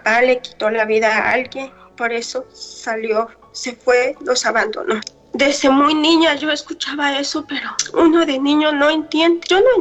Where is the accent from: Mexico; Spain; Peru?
Mexico; Guerrero; first language Mixtec; Spanish is a second language; now in Arkansas, United States; Yo soy de aquí, de la comunidad de Arkansas, pero yo vengo de México, Guerrero. Vengo de un pueblito llamado Xitomacla. Decía que el pueblo de Tomatillo en español.